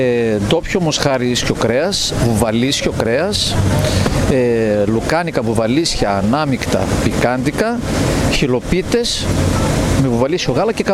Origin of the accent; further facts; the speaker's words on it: Sfaires, Eastern Macedonia and Thrace, Greece; Είμαστε από Σφαίρες Εύρου.